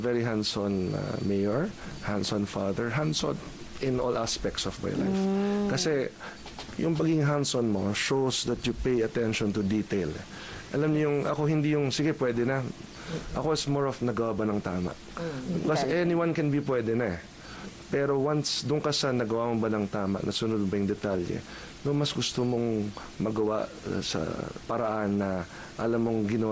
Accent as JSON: {"language": "Tagalog", "town": "San Juan", "region": "Metro Manila", "country": "Philippines", "tie": "born or raised there", "said": "Kasi, again, I've lived here all my life. I was born in San Juan, Cardinal Santos Medical Center, December 5, 1977. Buong buhay ko, all 48 years dito po ako."}